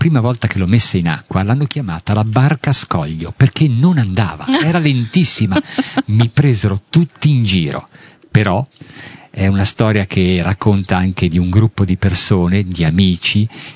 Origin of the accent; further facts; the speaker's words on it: Genoa, Liguria, Italy; Io a 18 anni avevo una Vespa da buon genovese